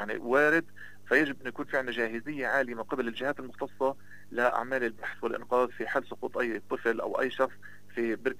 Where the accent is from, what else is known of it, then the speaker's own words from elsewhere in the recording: Hebron, West Bank, Palestine; عندنا في الخليل